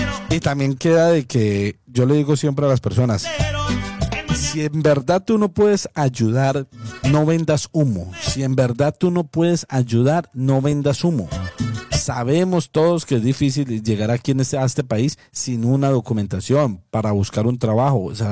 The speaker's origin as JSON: {"language": "Spanish", "town": "Pereira", "region": "Risaralda", "country": "Colombia", "moved": "yes", "said": "yo como buen pereirano, un banano tiene que estar siempre."}